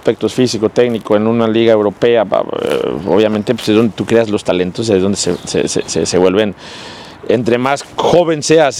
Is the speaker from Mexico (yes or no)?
yes; Mexico; Pero como mexicano siempre da ilusión representar a mi país en un mundial. Representé a mi país, fui campeón del mundo, sub-17.